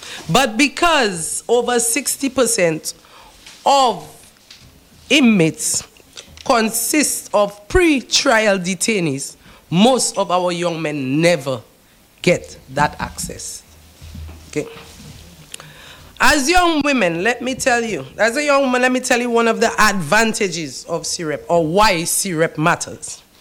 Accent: St. Lucia; like Anslery, my hometown, that our community is safe

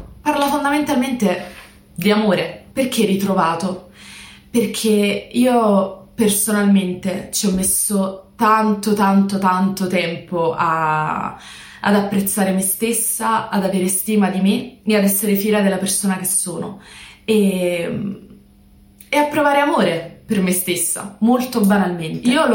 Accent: Naples, Campania, Italy; con la Y iniziale non me l'ho sbagliato, mi raccomando. Ho 23 anni e sono di Napoli.

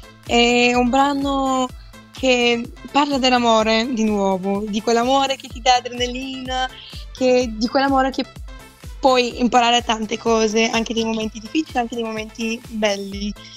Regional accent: Bulgaria; Italian is a second language; moved away; Sì, perché sono bulgara. Tutti sanno che ho imparato l'italiano due anni fa

